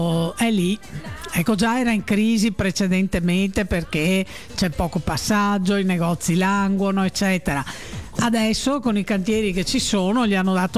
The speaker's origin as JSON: {"language": "Italian", "town": "Padua", "region": "Veneto", "country": "Italy", "said": "noi che siamo di Padova"}